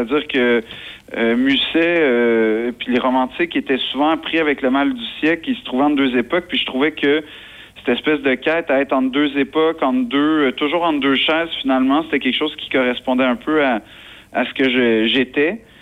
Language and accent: French; Quebec, Canada; accent: Quebec; D'ailleurs, je tiens à dire que l'accent, c'est pas une distorsion, c'est que je suis québécois, en fait.